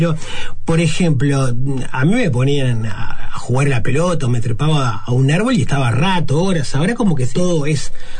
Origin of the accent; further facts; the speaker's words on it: Montevideo, Uruguay; uno que viene de un barrio, yo provengo del Cerro